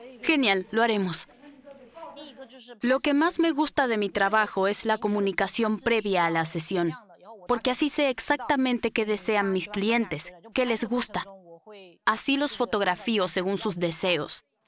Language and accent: Spanish; Yangshuo, Guangxi, China; Nací y crecí en Yangshuo, una región muy pintoresca.